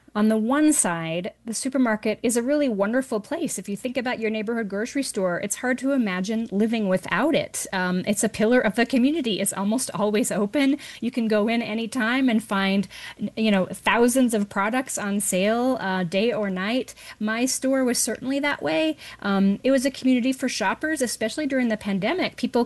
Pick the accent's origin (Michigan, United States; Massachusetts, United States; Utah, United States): Utah, United States; moved away as an adult; also born or lived in New York City; So I moved back to my home region. I'm from the Mountain States, and I moved back to Utah.